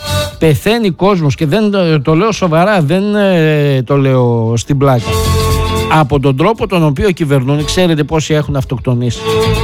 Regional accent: Greece

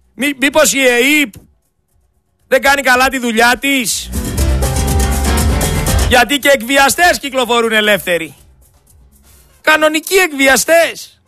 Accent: Greece; Είμαι ένας Έλληνας πολίτης πέρα από ραδιοφωνικός παραγωγός.

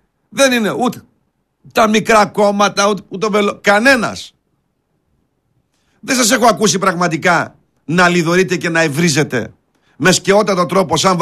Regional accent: Thessaloniki, Central Macedonia, Greece; also born or lived in Neapoli; έτσι το λένε στο Κορδελιό που μεγάλωσα και στην Νεάπολη

